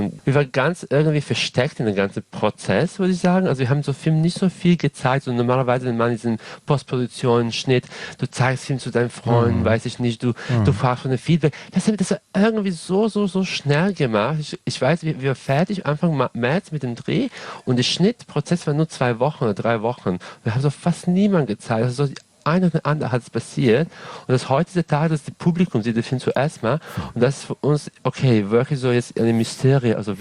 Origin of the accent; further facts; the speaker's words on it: Serbia; German is a second language; ich komme ursprünglich aus Serbien, das heißt selber Kroatisch